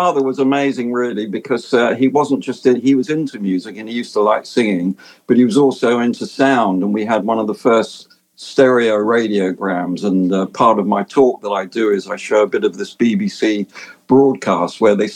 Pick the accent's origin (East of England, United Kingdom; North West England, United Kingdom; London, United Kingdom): London, United Kingdom; I'm from North London originally, in a place called Mill Hill. That's where I grew up.